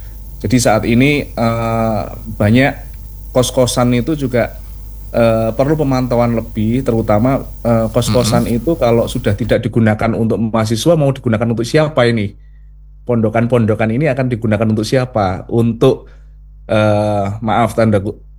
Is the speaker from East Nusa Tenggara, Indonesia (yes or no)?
no; Sorosutan, Special Region of Yogyakarta, Indonesia; Saya dari Tuanggono Sorosutan.